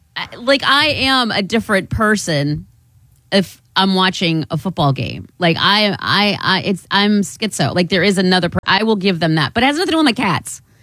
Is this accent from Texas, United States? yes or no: no; Iowa, United States; now in Buffalo, United States; When I moved to Buffalo from Iowa and they saw my brown skin, I don't know why or what, but everybody just assumed I was Puerto Rican.